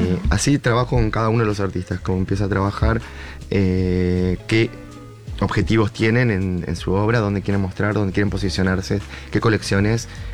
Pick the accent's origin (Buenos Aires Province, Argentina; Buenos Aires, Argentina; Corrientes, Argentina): Corrientes, Argentina; Yo soy correntino